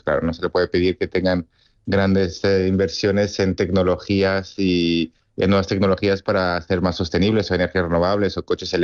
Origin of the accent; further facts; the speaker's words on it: La Alberca, Castile and León, Spain; con mi pueblo en la alberca, al lado de Salamanca